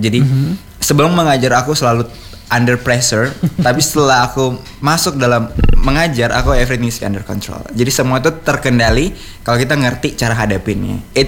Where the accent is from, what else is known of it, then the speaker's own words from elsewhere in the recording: Rote, East Nusa Tenggara, Indonesia; kebetulan aku bawa kain dari daerah aku, dari Rote.